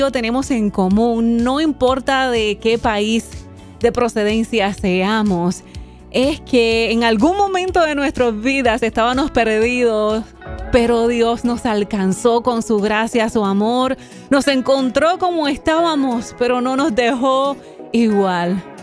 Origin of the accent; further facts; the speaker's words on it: Puerto Rico; hay varias frutas tropicales que comemos y es parte de nuestra cultura